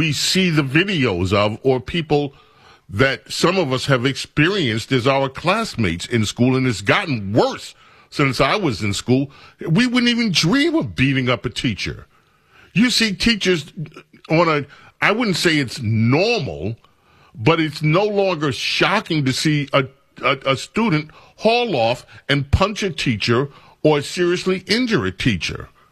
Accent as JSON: {"language": "English", "region": "New York", "country": "United States", "tie": "born or raised there", "said": "When I grew up in New York"}